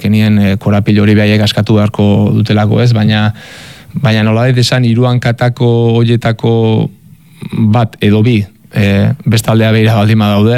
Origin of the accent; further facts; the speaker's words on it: Azpeitia, Basque Country, Spain; Azpeitiarra Gipuzkoarra naiz